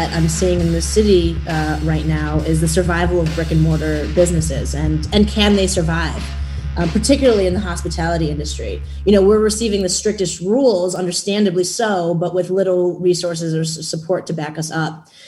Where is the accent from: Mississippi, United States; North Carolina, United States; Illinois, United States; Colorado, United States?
Illinois, United States; Chicago; I grew up in Lincoln Park. It was beautiful. It was just like tons of parks. I grew up really close to the beach.